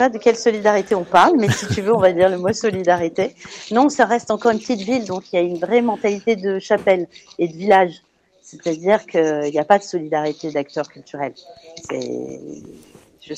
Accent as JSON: {"language": "French", "country": "France", "tie": "born or raised there", "moved": "yes", "lives_now": "Tangier, Morocco", "said": "j'ai grandi en France"}